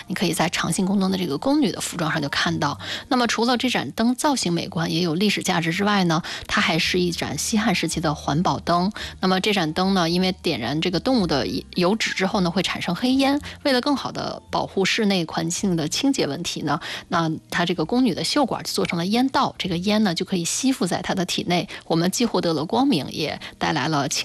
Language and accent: Chinese; China; 玉很是我们中国人喜欢的这种有吉祥寓意的石头，